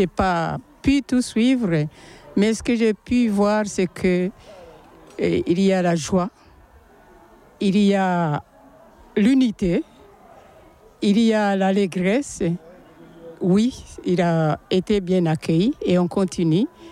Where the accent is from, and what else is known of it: Mayenne, Pays de la Loire, France